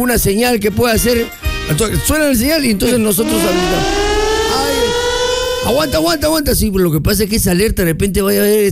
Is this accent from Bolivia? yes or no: no; Peru